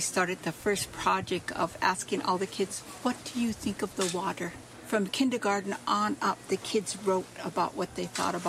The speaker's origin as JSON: {"language": "English", "region": "North Dakota", "country": "United States", "said": "I am Hunkpapa, Sihasapa, and Oguala Lakota. And I am from the Cannonball River."}